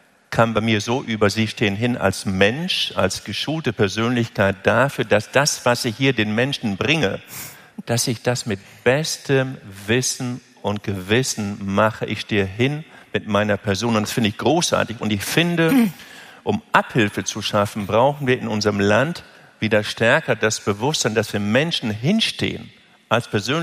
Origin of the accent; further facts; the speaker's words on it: Lower Saxony, Germany; Ich bin auf dem Bauernhof geboren. Emsland, Nordwestdeutschland, in der Nähe zum Münsterland.